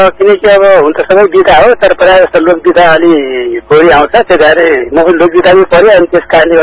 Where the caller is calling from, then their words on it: Tulsipur, Lumbini Province, Nepal; तुलसीपुर तिनबाट।